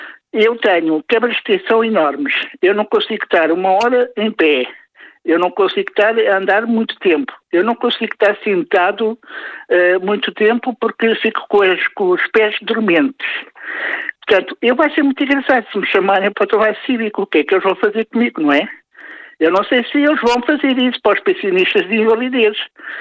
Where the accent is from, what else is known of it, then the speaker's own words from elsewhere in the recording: Lisbon, Portugal; born there; eu não sou cigano, não sou preto, eu sou lisboeta, nasci em Lisboa, sou português e sou branco.